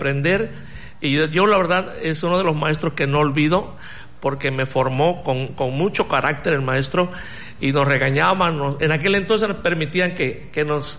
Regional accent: Tonalá, Mexico; Pues yo soy oriundo de Tonalá, orgullosamente turulo, y me siento feliz de estar en mi tierra

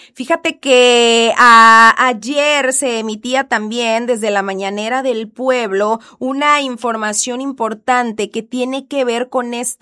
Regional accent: Mexico; como buenos mexicanos, luego traemos todo ahí

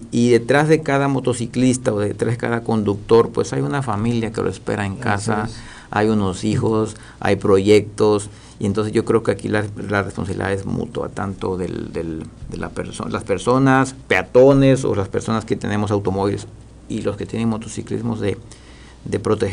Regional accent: Mexico

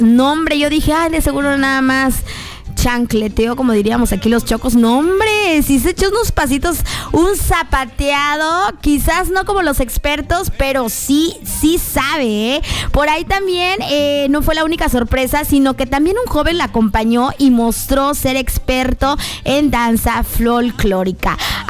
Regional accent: Cunduacán, Tabasco, Mexico; nosotros que somos de Cunduacán, o de aquí de Villahermosa

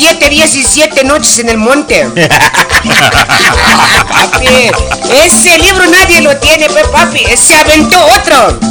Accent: Chanarón, Chiapas, Mexico; tanto de aquí de mi pueblo de Chanarón, como allá en Chiapa de Corza.

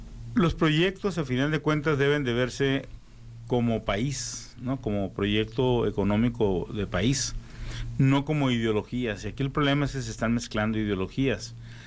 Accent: Mexico; a nosotros como mexicanos

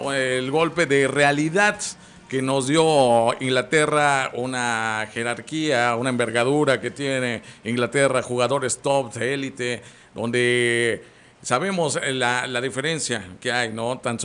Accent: Mexico

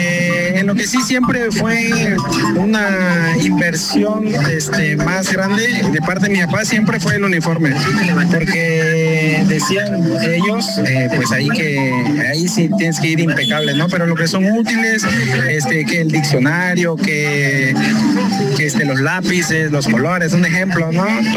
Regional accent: Mexico; porque como mexicanos siempre a veces dejamos todo al último

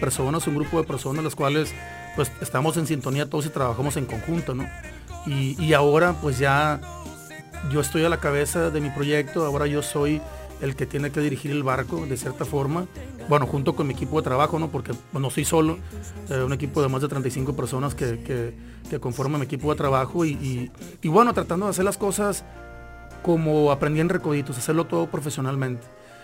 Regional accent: Culiacán, Sinaloa, Mexico; pues somos de Culiacán los dos.

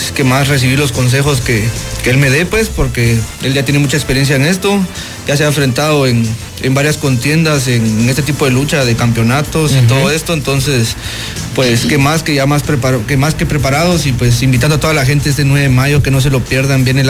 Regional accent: Guatemala City, Guatemala Department, Guatemala; yo vengo de la ciudad de Guatemala. Vengo representando a mi país

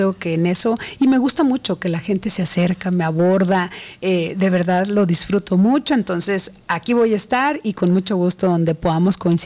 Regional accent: Sonora, Mexico; Así como somos los sonorenses.

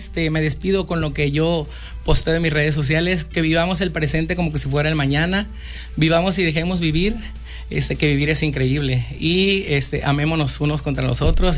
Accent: Mapastepec, Chiapas, Mexico; born there; yo soy de Mapastepec, soy nacido de Mapastepec. Vengo de una familia de buenos principios

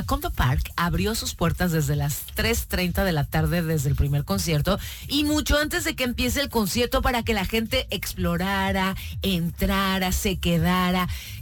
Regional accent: Mexico; todo el año soy mexicana

